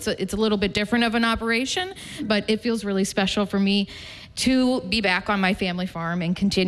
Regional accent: Iowa, United States; and I grew up on a family farm in Iowa, a pretty typical family farm, and I've always been really active in agriculture.

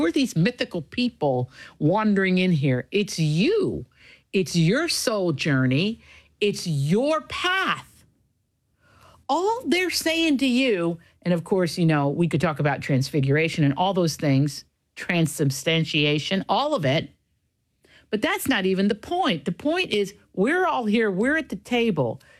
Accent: Appalachia, United States; I'm from Appalachia.

